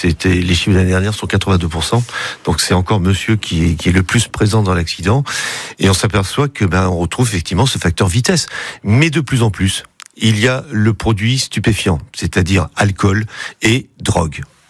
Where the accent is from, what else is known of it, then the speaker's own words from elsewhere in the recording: Châtellerault, Nouvelle-Aquitaine, France; je suis de Châtellerault, je pars à 8h pour être ici, effectivement, à 9h.